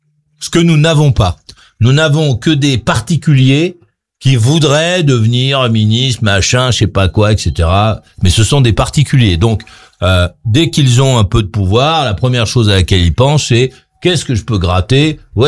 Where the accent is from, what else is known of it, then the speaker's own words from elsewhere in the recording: France; Bah oui, je suis Français moi.